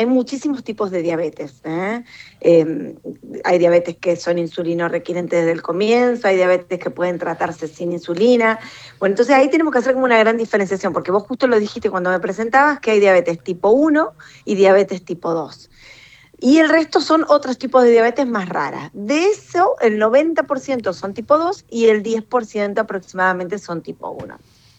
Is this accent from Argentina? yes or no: yes; Rosario, Santa Fe, Argentina; now in Rafaela, Argentina; yo soy rosarina, pero vivo en Rafaela.